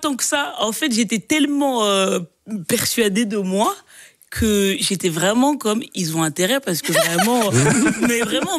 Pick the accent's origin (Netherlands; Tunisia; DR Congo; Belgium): Belgium; Brussels, Brussels-Capital Region; moved away as an adult; now in Paris, France